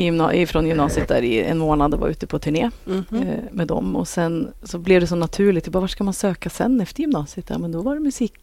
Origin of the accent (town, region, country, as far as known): Värmland, Sweden; born or raised there; moved away as an adult; also born or lived in Norrtälje / Skåne / Piteå; now in Stockholm, Sweden